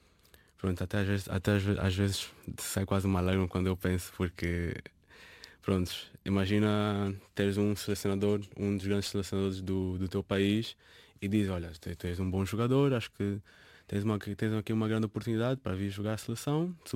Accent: Luanda, Angola; Porque apesar de eu ter tido algumas condições boas durante a minha infância, cresci num bairro um pouco muito, muito pobre, que é o bairro Prenda.

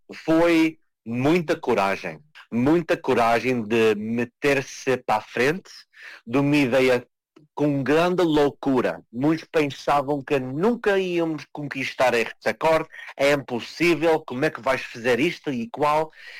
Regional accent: Portugal; now in Canada; Então, foi aí que nós, como portugueses, podemos fazer muito quando estamos unidos.

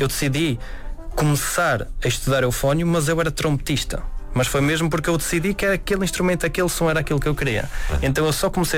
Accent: Celorico da Beira, Guarda, Portugal; Val das Ares, fica em Celorico da Beira.

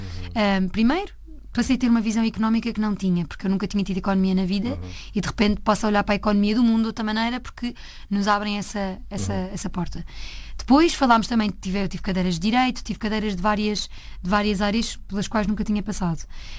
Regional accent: Azeitão, Setúbal, Portugal; born or raised there; moved away as an adult

